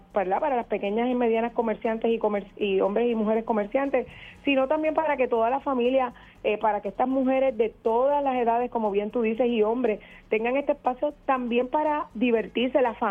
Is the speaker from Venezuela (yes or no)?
no; Carolina, Puerto Rico; yo soy de Carolina, sí, y estoy sin agua. Ahora soy zona 1